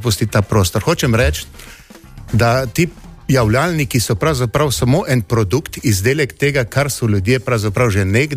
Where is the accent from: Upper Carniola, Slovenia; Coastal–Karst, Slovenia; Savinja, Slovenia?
Savinja, Slovenia; midva sva iz Celjskega